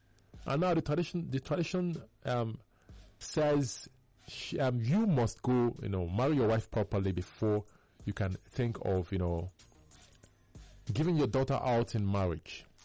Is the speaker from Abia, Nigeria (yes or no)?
yes; Abia, Nigeria; where I'm from Abia State, but there's a particular place in my state, Arochukwu.